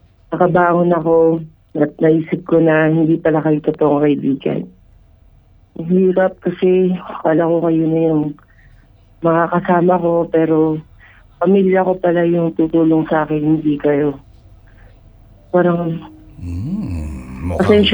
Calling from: Bulacan, Central Luzon, Philippines; Bulacan ko.

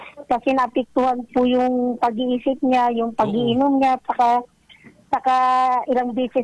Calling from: Narra, Mimaropa, Philippines; dito sa Kawayan Street, poblasyon Nara, Palawan po.

